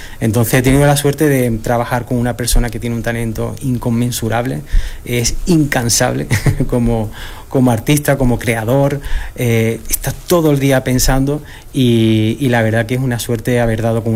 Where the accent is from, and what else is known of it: Málaga, Andalusia, Spain; now in Mexico